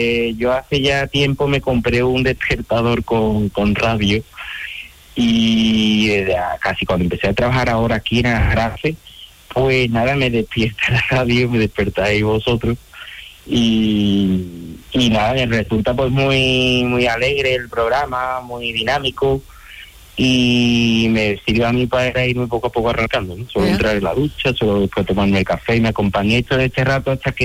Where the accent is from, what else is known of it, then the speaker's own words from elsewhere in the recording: Seville, Andalusia, Spain; como soy de Sevilla, pues de la provincia.